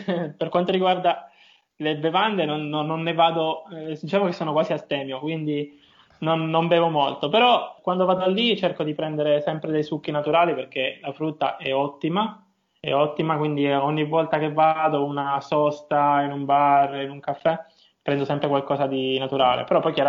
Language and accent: Italian; Abruzzo, Italy; io vengo dall'Abruzzo, sono abruzzese